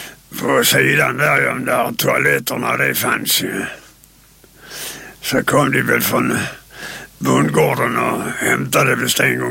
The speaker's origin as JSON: {"language": "Swedish", "town": "Landskrona", "region": "Skåne", "country": "Sweden", "tie": "born there", "also_born_or_lived": "Minnesberg", "lives_now": "Malmö, Sweden", "said": "Ja, jag är född i Landskrona kommun. Och sen har jag bott i Minnesberg, men Malmö sedan 1957."}